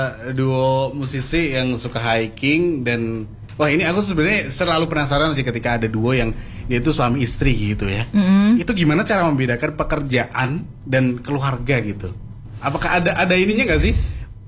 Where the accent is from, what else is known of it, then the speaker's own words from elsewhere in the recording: Yogyakarta, Special Region of Yogyakarta, Indonesia; Orang Jogja aku